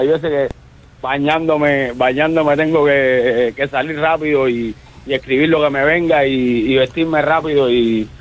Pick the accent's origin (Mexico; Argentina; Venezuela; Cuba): Cuba; now in Miami, United States; La Cuba que yo dejé ya jamás será, ¿no? Y claro. Y vivir en esta, en este, o sea, yo me siento un cubano de Miami